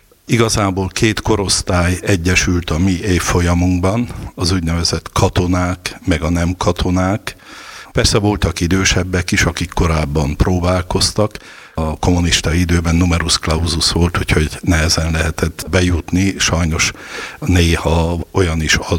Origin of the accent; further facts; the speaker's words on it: Ghelința, Covasna, Romania; moved away; also born or lived in Alba Iulia / Rome; a háromszéki Kovászna megyei Gelencén születtem. Hát a gyermekéveim szülőfalumban teltek el, ahol szintiszta katolikus székelyfaluról lévén szó